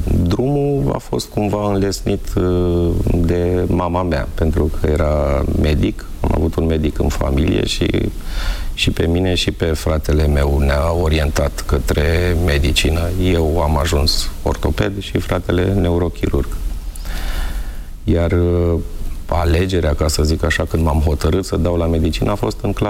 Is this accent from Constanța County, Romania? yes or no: no; Craiova, Dolj, Romania; moved away; also born or lived in Timișoara / Bucharest; Copilărind în Craiova, mergeam des cu băieții la fotbal, pe un teren destul de aproape de unde locuiam noi.